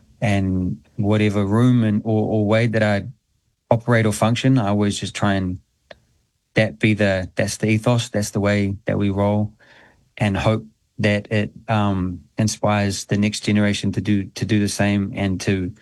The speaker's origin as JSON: {"language": "English", "country": "New Zealand", "tie": "born or raised there", "said": "I always felt like a bit of an alien growing up in New Zealand, to be honest. And going home gave me an anchoring, like a place where I was like, oh, this is why I am the way that I am and where I'm from."}